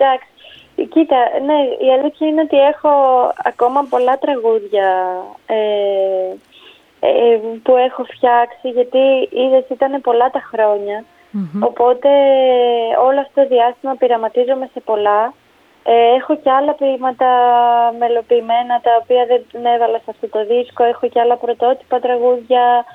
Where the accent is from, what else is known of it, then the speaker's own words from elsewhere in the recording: Ano Kastritsi, Western Greece, Greece; Το χωριό μου είναι το Άνω Καστρίτσι, στην Αχαΐα. Mm-hmm. Είναι πολύ κοντά στο Αίγιο.